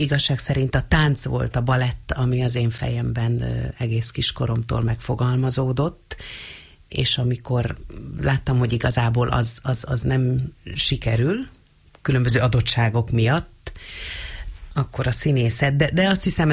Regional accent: Budapest, Hungary; Születtem a belvárosban, egészen a belvárosban, az 5. kerület Károly Mihály utcában. 11 éves koromig éltem ott

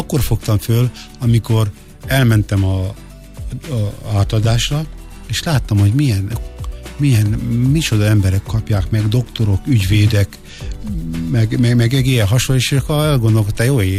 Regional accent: Törökszentmiklós, Jász-Nagykun-Szolnok, Hungary; born there; Törökszent Miklóson születtem

